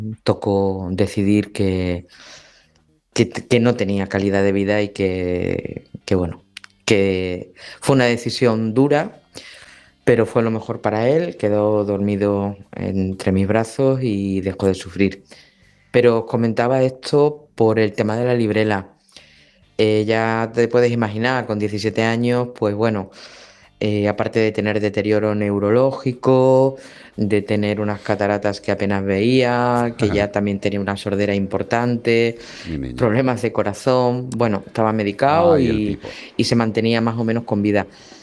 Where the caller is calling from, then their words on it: Barcelona, Catalonia, Spain; de Puente de Hume.